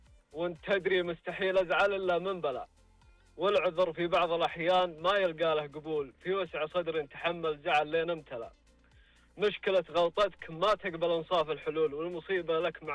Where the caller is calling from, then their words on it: Al Bahah Province, Saudi Arabia; جميع من منطقة الباحة.